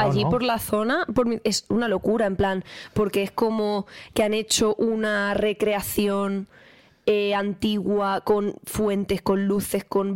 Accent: Castilla-La Mancha, Spain; Mi pueblo que está cerquita, a una hora de Toledo

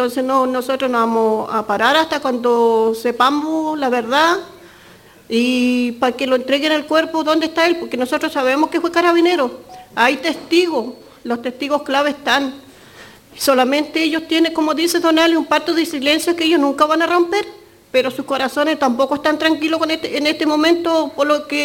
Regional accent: Los Muermos, Los Lagos, Chile; y por lo menos yo vengo de Los Muermos, una hora de Puerto a Los Muermos.

